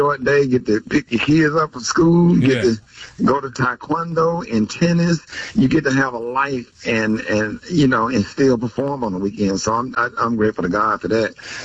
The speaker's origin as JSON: {"language": "English", "town": "Cleveland", "region": "Ohio", "country": "United States", "tie": "born or raised there", "moved": "yes", "said": "My whole childhood was spent in Cleveland, man."}